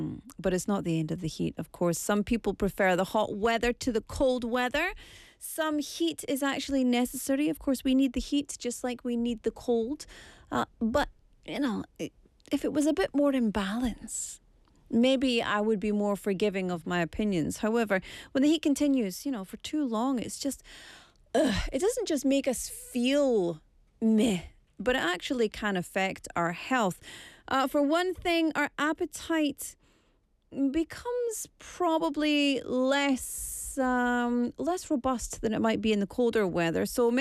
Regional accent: Scotland, United Kingdom; now in South Korea; as a non-Korean person, as a Scottish person

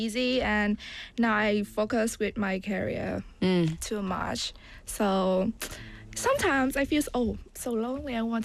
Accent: Hanoi, Vietnam; moved away as an adult; now in Busan, South Korea; But in my hometown in Hanoi, it's kind of around 4 or 5 months.

